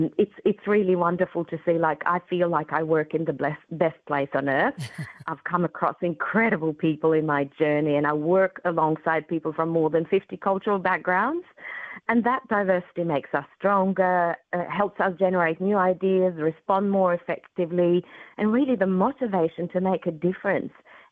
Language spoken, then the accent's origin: English; Kosovo; also born or lived in Albania; now in Australia; So, yeah, I moved into the neighbouring country from Kosovo to Albania and became refugees there.